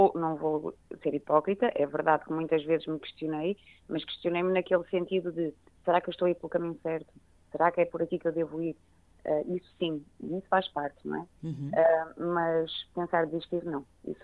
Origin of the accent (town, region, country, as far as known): Esposende, Norte, Portugal; born or raised there; also born or lived in Barcelos